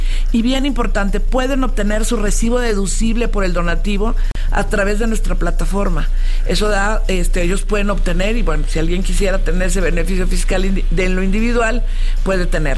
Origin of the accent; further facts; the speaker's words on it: Mexico City, Mexico; No, yo soy aquí de Ciudad de México.